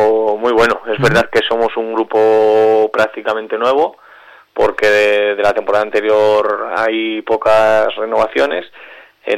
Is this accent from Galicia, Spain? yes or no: no; Logroño, La Rioja, Spain; moved away as an adult; Llegaba de nuevo también, porque yo salí de Logroño a los 18.